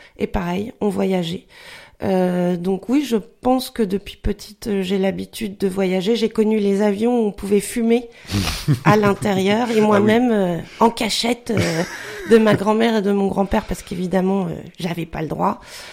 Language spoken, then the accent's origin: French; Caen, Normandy, France; moved away as an adult; also born or lived in Rennes, France; now in Johannesburg, South Africa; quand je suis partie il y a au moins 25 ans, car j'ai fait mes études à Rennes. Oui, je suis partie de Caen, clairement, parce que je trouvais ça petit, mais pas forcément en taille, plutôt en esprit.